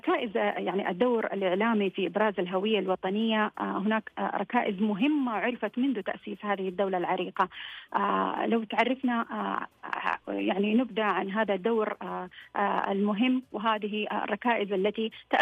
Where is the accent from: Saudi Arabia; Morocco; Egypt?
Saudi Arabia; بهذه المناسبة العزيزة على قلوبنا كسعوديين